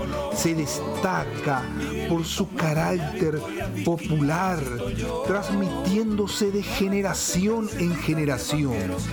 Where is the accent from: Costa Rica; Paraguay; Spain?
Paraguay; Las tradiciones folclóricas que más nos identifican como paraguayo es el tereré, la sopa paraguaya, la chipa, la cordialidad de nuestra gente